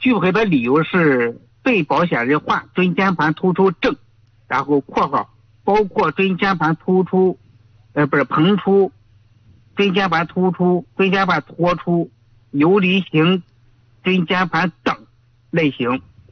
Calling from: Yuncheng, Shanxi, China; 我是咱们就是盐湖区的。

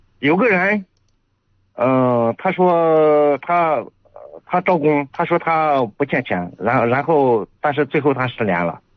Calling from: Yuncheng, Shanxi, China; 我现在在运城。

